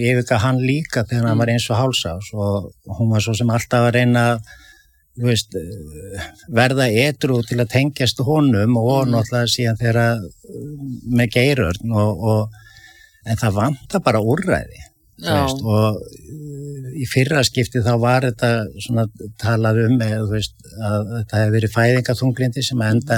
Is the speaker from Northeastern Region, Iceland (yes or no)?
no; Reykjavík, Capital Region, Iceland; born or raised there